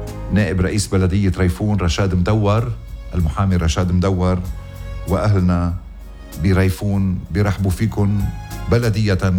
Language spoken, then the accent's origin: Arabic; Ghazir, Keserwan-Jbeil, Lebanon; born there; بكفر حباب غزير ضيعتي الحلوة.